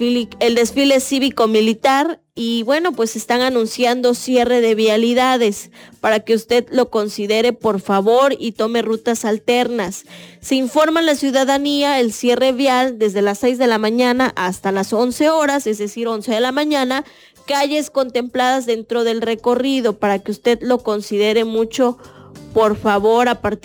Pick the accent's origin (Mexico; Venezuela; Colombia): Mexico; Tapachula, Chiapas; A mí me encanta Tapachula. Yo amo mi tierra, amo disfrutar en las mañanas, ver el volcán.